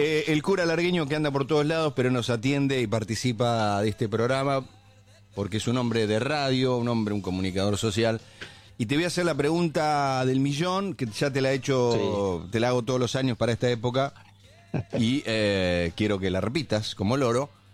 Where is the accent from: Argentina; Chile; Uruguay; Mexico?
Argentina; Son de sobremesa larga, los curas, como cualquier argentino. Eso vendrá de nuestra herencia española.